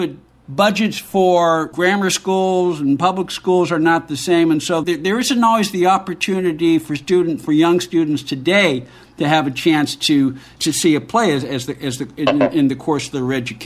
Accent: San Francisco, California, United States; I have a soft spot for ACT because I grew up in San Francisco.

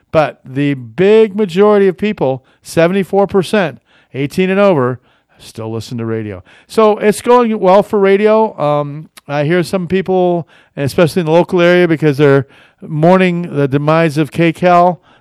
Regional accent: Oelwein, Iowa, United States; a big salute to my hometown radio station in Old Wine, Iowa, KOEL.

